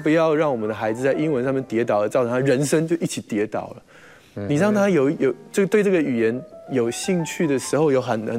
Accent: Taiwan; 我们台湾人

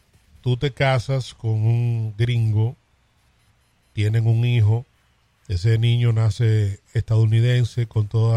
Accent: Dominican Republic; Nosotros los dominicanos

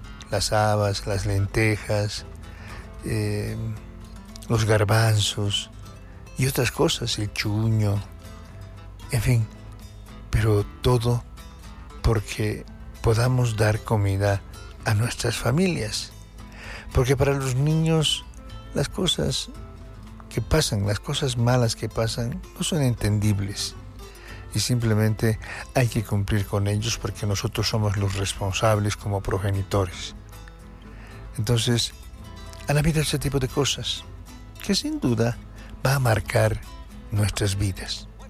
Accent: Bolivia; somos bolivianos

